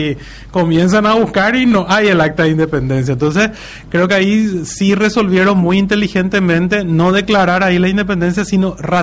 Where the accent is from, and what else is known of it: Paraguay